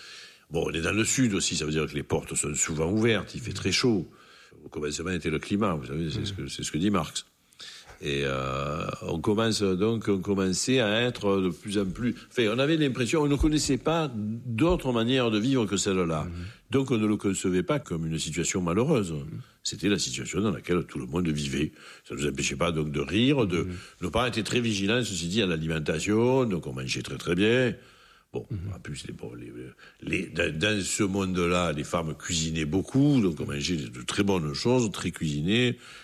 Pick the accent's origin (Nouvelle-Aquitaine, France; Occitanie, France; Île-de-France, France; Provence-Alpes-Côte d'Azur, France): Provence-Alpes-Côte d'Azur, France; Marseille; born or raised there